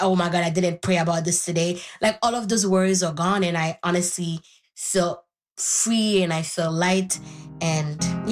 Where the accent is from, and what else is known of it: Haiti; born or raised there; first language Haitian Creole; English is a second language; moved away